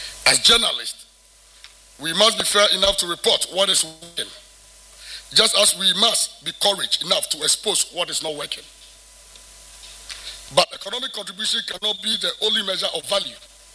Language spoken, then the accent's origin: English; Tarkwa, Western Region, Ghana; I come from Takwa, one of Ghana's historic mining areas.